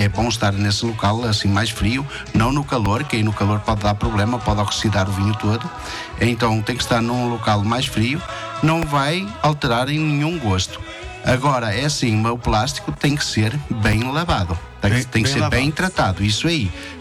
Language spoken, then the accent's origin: Portuguese; Portugal; now in Brazil